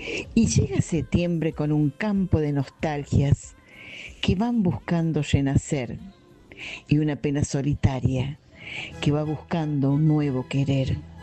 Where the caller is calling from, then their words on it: Villa Dolores, Córdoba, Argentina; de Villa Dolores.